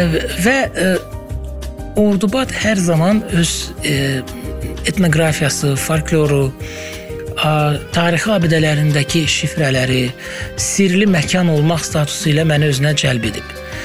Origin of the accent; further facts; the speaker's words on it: Baku, Azerbaijan; born there; Uşaq vaxtı həm gördüklərim, Bakıda ünsiyyətdə olduğum insanlar, qohumlar, babam, nənəm, anam